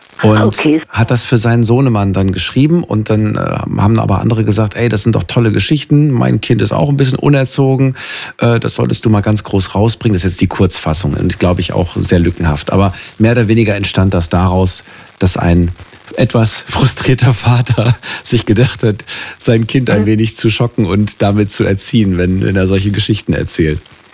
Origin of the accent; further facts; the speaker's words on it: Hesse, Germany; Ja, na, du, ich bin Hesse.